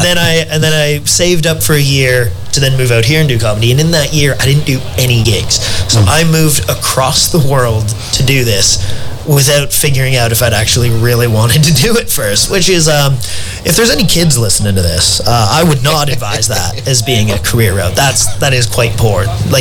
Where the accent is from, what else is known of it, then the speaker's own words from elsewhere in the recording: Calgary, Alberta, Canada; moved away as an adult; also born or lived in London; now in United Kingdom; I'm from Canada. I'm from a place called Calgary.